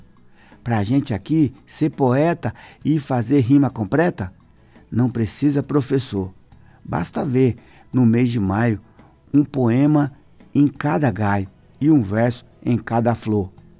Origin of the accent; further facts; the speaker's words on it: Brazil; Graças a Deus eu sou brasileiro.